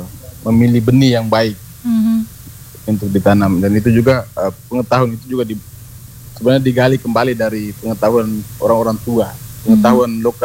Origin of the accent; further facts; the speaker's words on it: East Nusa Tenggara, Indonesia; Nah Leuhoe itu masyarakat adat di desa kami, di desa Welea 2, Kabupaten Lembata.